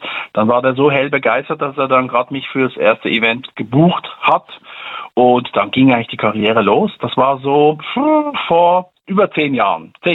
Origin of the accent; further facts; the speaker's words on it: Switzerland; bei uns in der Schweiz, ich bin ja Schweizer